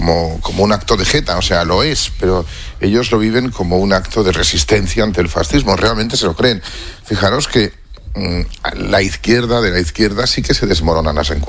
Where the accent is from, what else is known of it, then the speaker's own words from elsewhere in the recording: Catalonia, Spain; Pensad que yo soy catalán y que esto lo he vivido